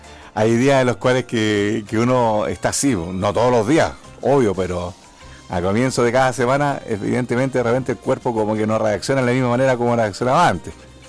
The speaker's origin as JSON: {"language": "Spanish", "country": "Chile", "said": "como los chilenos tenemos mala memoria, nos mantienen las salsas y se hacen los locos."}